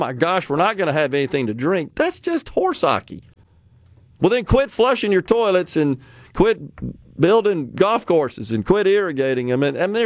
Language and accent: English; Jackson, Mississippi, United States; West Jackson over there to where I grew up on Northside Drive, kind of sandwiched between Bowling Street and Watkins